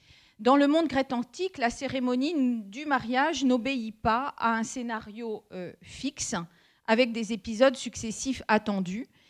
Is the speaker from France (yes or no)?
yes; Trébeurden, Brittany, France; moved away as an adult; also born or lived in Rennes; je viens d'un petit village de Bretagne, des Côtes d'Armor qui s'appelle Trébeurden. Et l'horizon pour moi, c'était alors plutôt agréable. Hein, c'était la plage de Trébeurden. Et j'ai fait mes études à Rennes 2 et j'ai passé mon bac en breton.